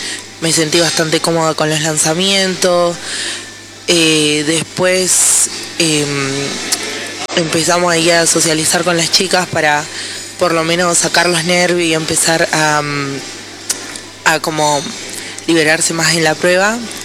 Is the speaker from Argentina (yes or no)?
yes; Los Cardales, Buenos Aires Province, Argentina; yo igual soy de Exaltación de la Cruz de los Cardales.